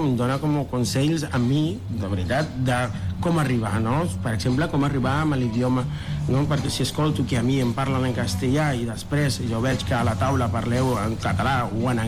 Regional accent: Mexico; Catalan is a second language; moved away as an adult; now in Barcelona, Spain; jo soc mexicà, visc aquí fa 12 anys

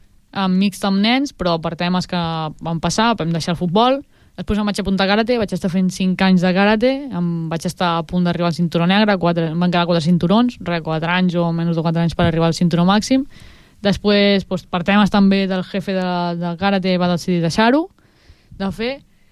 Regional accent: Breda, Catalonia, Spain; doncs me quedo en el Breda, que coneixo les jugadores, i és el meu poble

